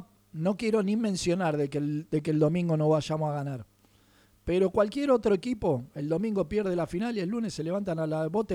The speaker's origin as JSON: {"language": "Spanish", "country": "Argentina"}